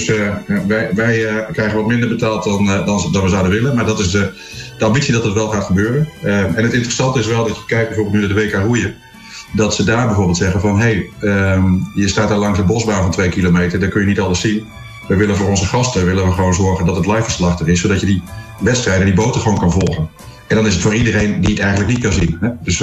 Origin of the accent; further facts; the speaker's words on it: Zwolle, Overijssel, Netherlands; Ik kom uit Zwolle, zeg maar, dus we hebben seizoenskaarten bij PEC.